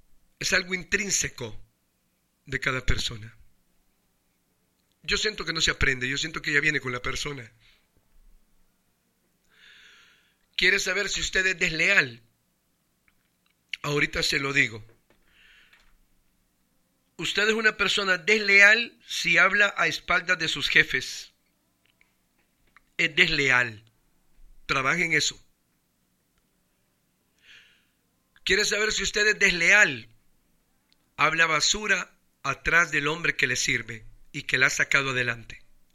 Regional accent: Honduras; cuando yo salí de Honduras la primera vez, vi Toncontín como, oh my God, hasta en inglés le hablo, ¿va? Señor, qué aeropuerto tan bello.

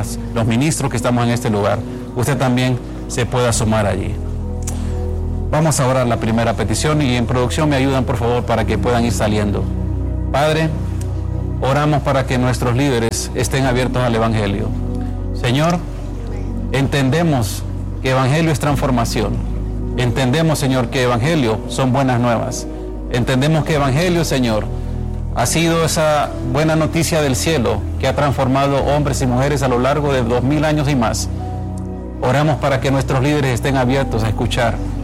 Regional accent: Honduras

